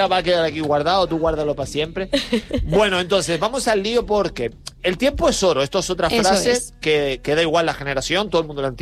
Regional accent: Tenerife, Canary Islands, Spain; moved away; como decimos en Tenerife

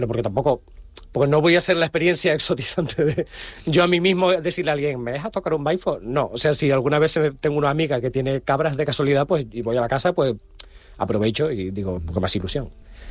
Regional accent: Santa Cruz de Tenerife, Canary Islands, Spain; Que a uno mismo dices, bueno, yo que soy de Santa Cruz.

